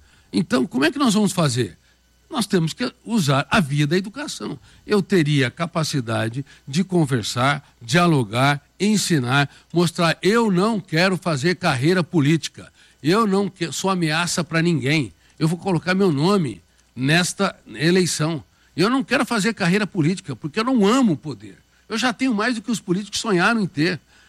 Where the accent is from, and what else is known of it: Colina, São Paulo, Brazil; born there